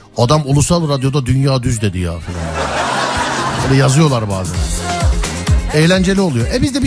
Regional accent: Trabzon, Turkey; … ben Trabzonluyum.

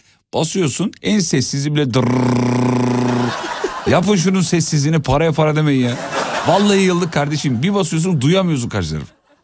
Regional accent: İzmit, Kocaeli, Turkey; now in Istanbul, Turkey; ben İzmit'te doğdum büyüdüm. İzmit'te su çeşmeden içilir mesela.

